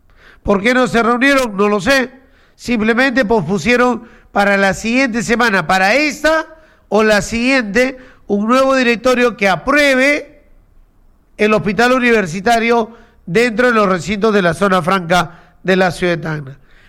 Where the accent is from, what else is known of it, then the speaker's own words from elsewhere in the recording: China; Total, soy chino y como chino paciencia tengo.